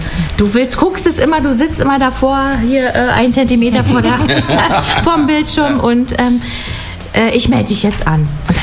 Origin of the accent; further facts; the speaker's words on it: Frankfurt, Brandenburg, Germany; Ich freue mich sehr, hier zu sein, in meiner Heimatstadt natürlich. Ich habe hier schon ein ganz erfülltes Herz. Beim Blick aus dem Fenster über Frankfurt-Oder ist echt toll.